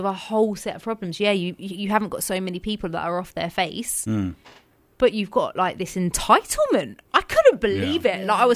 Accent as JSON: {"language": "English", "region": "London", "country": "United Kingdom", "said": "I'm from Northwest London."}